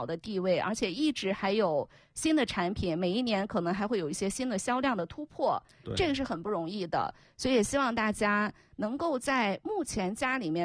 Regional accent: Yan'an, Shaanxi, China; accent: Yan'an dialect; 咱们延安话说利不利洒

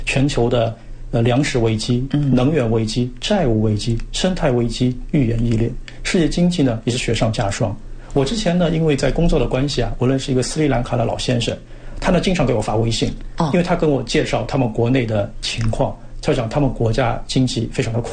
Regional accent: China; 我们中国人以及我们中国共产党

